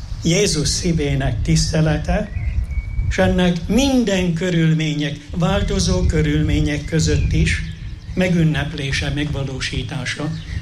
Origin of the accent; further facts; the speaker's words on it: Jászárokszállás, Jász-Nagykun-Szolnok, Hungary; moved away; Gyerekkorom idejére emlékszem, valaki szülőhazámból, Jászárokszállásból mondta, hogy megyünk Mezőkövesre.